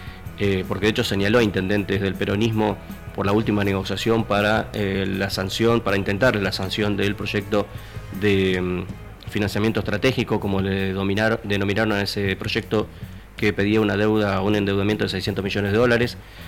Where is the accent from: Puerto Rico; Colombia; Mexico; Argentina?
Argentina